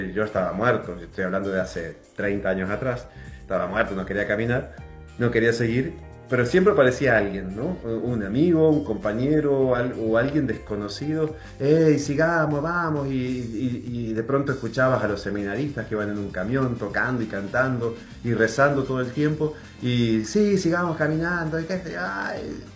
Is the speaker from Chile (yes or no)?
no; María Grande, Entre Ríos, Argentina; muy cerca de mi pueblo, en María Grande, en Entre Ríos